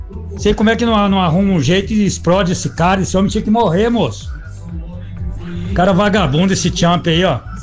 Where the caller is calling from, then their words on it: Brazil; de Bela Vida do Paraíso.